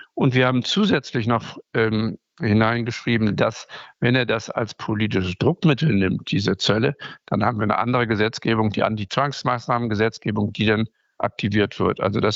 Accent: Northern Germany, Germany; Nein, also da bin ich als Norddeutscher, wie Sie eben schon einleitend schon gesagt haben, sturmerprobt.

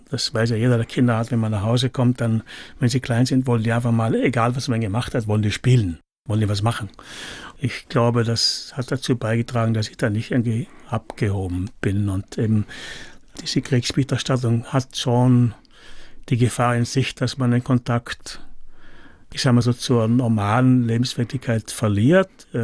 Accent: Merano, Trentino-Alto Adige, Italy; Aber sicher, wir sind auch geprägt durch den starken, gerade im Meran, wo ich aufgewachsen bin, damals bundesdeutschen Tourismus, der war sehr stark.

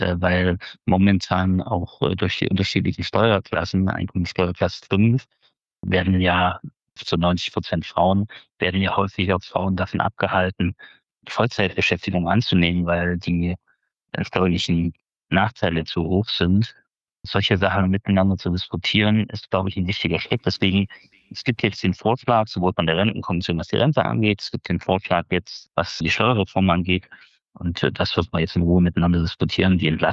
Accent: Jena, Thuringia, Germany; born or raised there

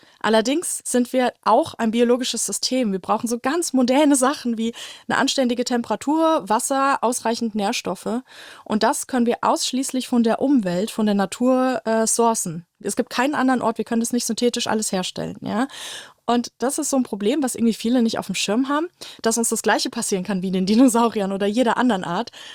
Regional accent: Frankfurt, Hesse, Germany; So als Kind in Frankfurt

